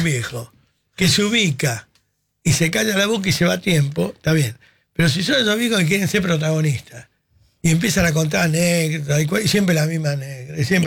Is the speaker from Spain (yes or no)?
no; Béccar, Buenos Aires Province, Argentina; Yo me crié en el Club Social Becar con Guillermo Francella.